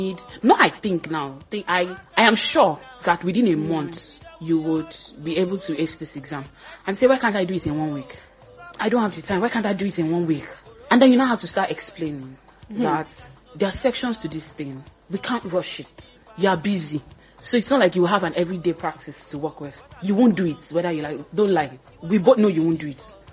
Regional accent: Abeokuta, Ogun, Nigeria; I'm from Abeokuta.

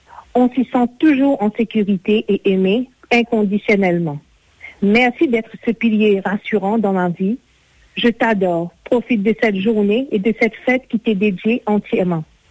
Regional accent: Rivière-Noire, Black River, Mauritius; Moi, je suis de Rivière-Noire.

